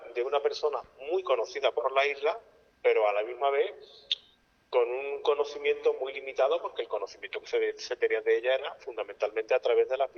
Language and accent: Spanish; Seville, Andalusia, Spain; mi ciudad natal, con Sevilla.